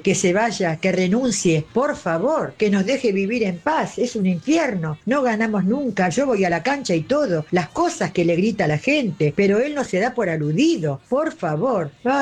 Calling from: Avellaneda, Buenos Aires Province, Argentina; soy de Avellaneda.

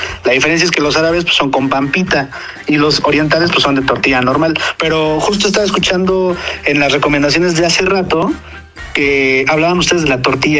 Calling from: Aguascalientes, Mexico; Del meritito Aguascalientes.

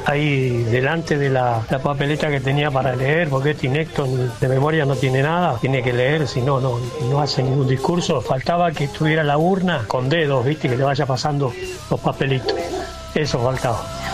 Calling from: Luis Guillón, Buenos Aires Province, Argentina; de Luis Guillón.

